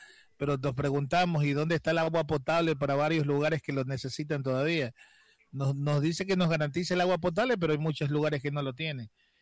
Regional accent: Ecuador; así somos los ecuatorianos

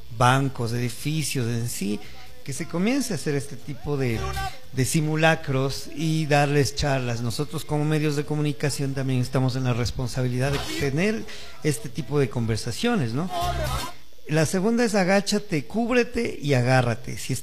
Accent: Ecuador; Así somos los ecuatorianos.

